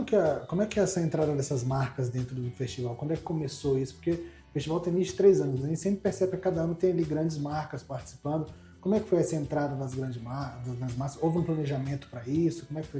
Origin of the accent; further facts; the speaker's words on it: Brasília, Federal District, Brazil; E a gente é de Brasília, né? Brasília é o berço do rock, tem muita banda em Brasília.